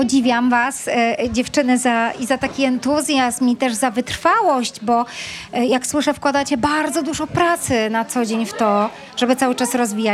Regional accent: Warsaw, Masovian Voivodeship, Poland; No skoro jesteśmy wszyscy z Warszawy

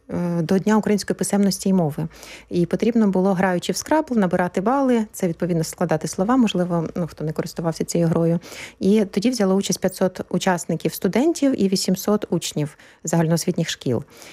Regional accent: Kyiv, Ukraine; moved away as an adult; now in Poland; Я з Києва. Ось, і відповідно, ми вже тут більше 3 років.

